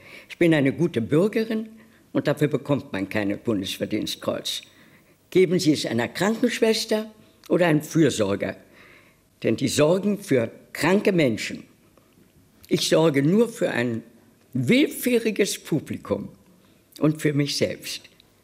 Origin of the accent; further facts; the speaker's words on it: Berlin, Germany; So, also ich bin eine Berlinerin.